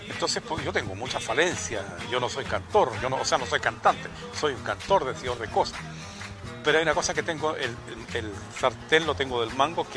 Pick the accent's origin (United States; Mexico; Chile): Chile; Araucanía; born there; Y yo en mi tierra escuché gente